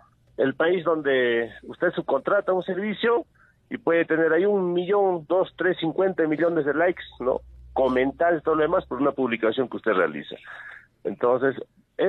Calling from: Juliaca, Puno, Peru; desde Juliaca

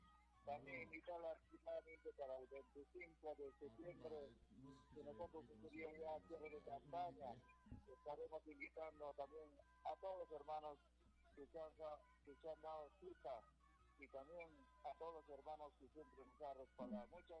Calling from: Puno, Peru; Yo también soy un hermano que vivo en Rosas Pata, sí.

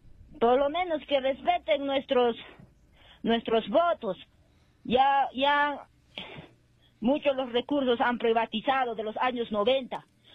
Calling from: Peru; estoy llamando de Mo.

